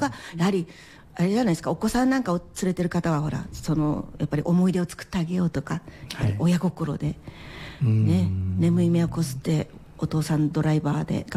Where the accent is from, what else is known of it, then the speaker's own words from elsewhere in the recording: Akita, Japan; moved away; 私秋田出身なんですけど、